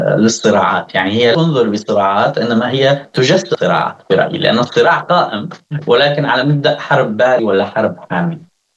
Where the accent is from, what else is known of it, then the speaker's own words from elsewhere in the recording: As-Suwayda Governorate, Syria; أنا من السويد وشهادتي مجروحة